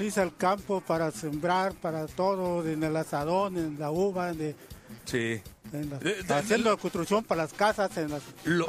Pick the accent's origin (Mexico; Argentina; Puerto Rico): Mexico; Guerrero; moved away; Soy de México, del estado de Guerrero.